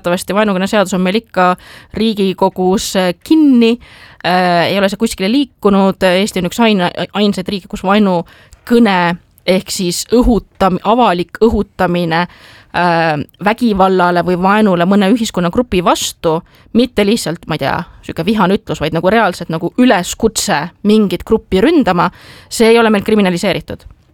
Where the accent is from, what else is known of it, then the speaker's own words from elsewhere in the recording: Tallinn, Harju County, Estonia; kuna mina olen Tallinnast ja Tallinna poliitik